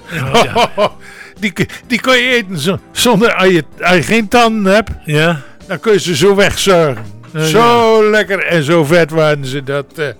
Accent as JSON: {"language": "Dutch", "country": "Netherlands", "said": "Dat is makkelijk, daar zijn we Nederlander voor. We willen ons eigen boontjes dappen."}